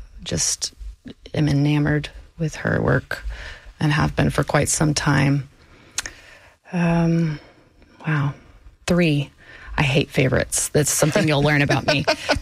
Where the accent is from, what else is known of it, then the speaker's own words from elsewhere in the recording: Alief, Texas, United States; I grew up in Southwest Alief, Texas, to a single mom with an older brother.